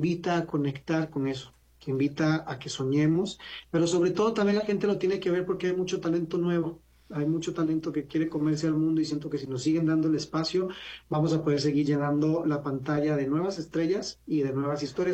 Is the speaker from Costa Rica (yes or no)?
yes; Costa Rica; moved away as an adult; Yo soy de Costa Rica, señor.